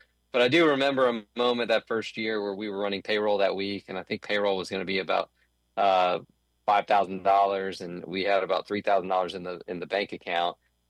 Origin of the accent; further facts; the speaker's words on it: Louisiana, United States; born there; also born or lived in Jennings, Louisiana; now in New Orleans, United States; So I'm from rural Southwest Louisiana. I was born in Jennings. My dad joined the Navy when I was five, so we bounced around for about 6 years, and then we settled back in Hathaway, just north of Jennings, a tiny little rural community where I had 32 kids in my graduating class of Hathaway High School.